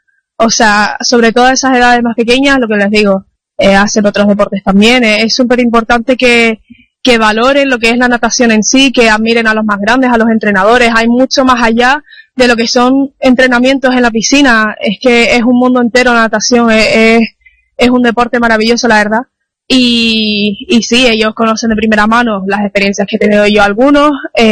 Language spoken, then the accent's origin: Spanish; Lanzarote, Canary Islands, Spain; also born or lived in England; now in Las Palmas, Spain; yo crecí en Lanzarote